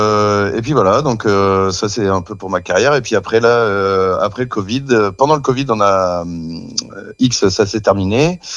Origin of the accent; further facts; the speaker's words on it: La Madeleine, Hauts-de-France, France; also born or lived in Marcq-en-Barœul; Et puis, à la base, je suis ch'ti. Donc, j'arrive de Lille. Je suis né à Marc-en-Barœul, dans le nord de la France.